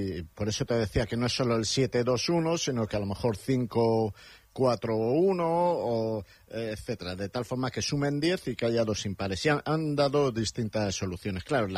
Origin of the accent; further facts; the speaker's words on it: Madrid, Community of Madrid, Spain; born there; Yo soy gato, mis padres nacieron en Madrid, yo nací en Madrid, mis padres nacieron en Madrid, dos de mis cuatro abuelos nacieron en Madrid, los otros dos se vinieron de jovencitos a Madrid, a 47 kilómetros, o sea que soy muy gato